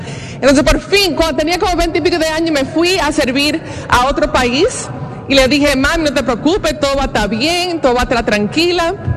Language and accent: Spanish; Dominican Republic; now in Miami, United States; vengo de Miami, Florida, pero soy dominicana y palestina. Hay por lo menos un dominicano aquí.